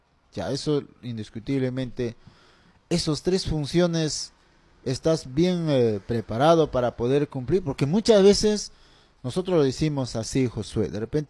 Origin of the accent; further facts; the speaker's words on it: Pichanaki, Junín, Peru; cuando somos netos de Pichanaki